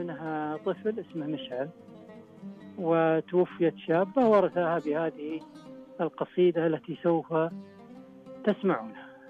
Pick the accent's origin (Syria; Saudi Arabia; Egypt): Saudi Arabia; رحمة لنا جميعا كسعوديين.